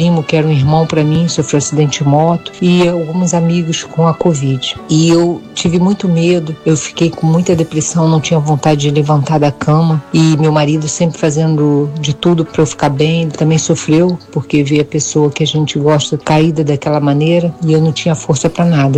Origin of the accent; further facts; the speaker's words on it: Rio de Janeiro, Brazil; sou do Rio de Janeiro, mas estou morando aqui no Espírito Santo